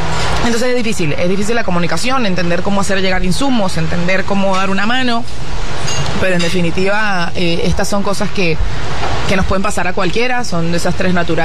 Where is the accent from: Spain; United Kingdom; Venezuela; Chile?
Venezuela; moved away; en Argentina somos muchos los venezolanos